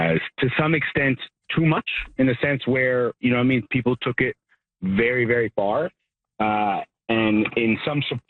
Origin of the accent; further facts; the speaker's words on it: Quebec, Canada; first language French; English is a second language; We believe that Quebec is a French province and French should be more predominant. I am Francophone. My first language is French.